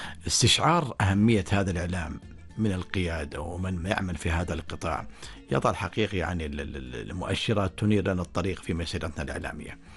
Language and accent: Arabic; Oman; أنا أبدع لأني عماني، أنا أبدع لأني خليجي